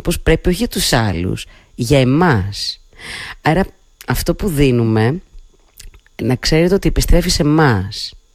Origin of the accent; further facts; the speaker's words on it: Central Greece, Greece; moved away; όταν ήμουν μικρή στο χωριό μου.